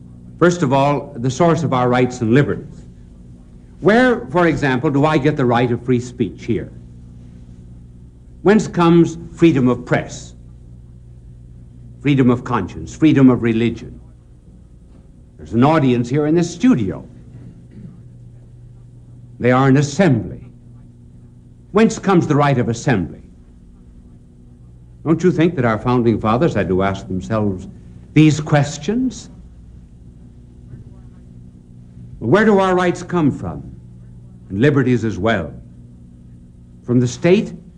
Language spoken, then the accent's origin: English; United States